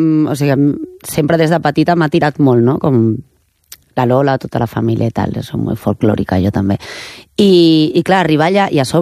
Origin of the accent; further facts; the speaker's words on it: Barcelona, Catalonia, Spain; sóc barcelonina de tota la vida.